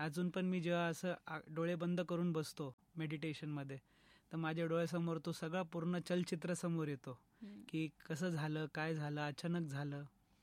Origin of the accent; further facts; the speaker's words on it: Ahmednagar, Maharashtra, India; हो, मी नगरचा आहे.